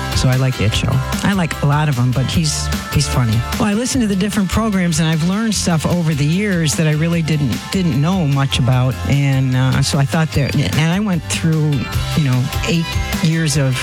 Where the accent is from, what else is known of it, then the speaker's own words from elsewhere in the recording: Wheatfield, New York, United States; I'm from Wheatfield, and I listen to the Station of the Cross, WLOF 101.7.